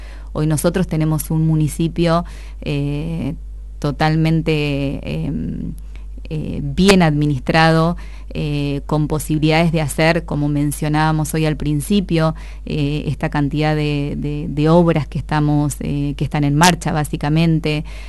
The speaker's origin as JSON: {"language": "Spanish", "town": "General Villegas", "region": "Buenos Aires Province", "country": "Argentina", "said": "somos vecinos de General Villegas"}